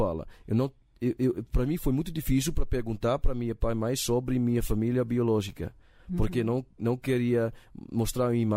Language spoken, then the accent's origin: Portuguese; Netherlands; Portuguese is a second language; Quando eu fui criado na Holanda, foi uma época quando eu fui na escola mais grande